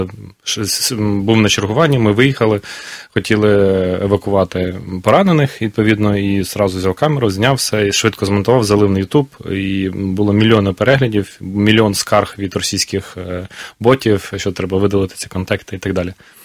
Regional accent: Luhansk Oblast, Ukraine; first language Russian; Ukrainian is a second language; я з Луганської області, народився в Луганській області, виріс, російською мовою все життя говорив, зараз говорю українською

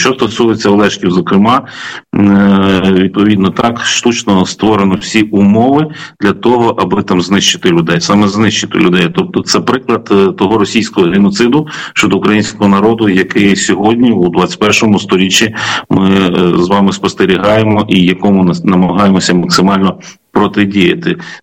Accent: Kherson Oblast, Ukraine; Це моє рідне Лівобережжя

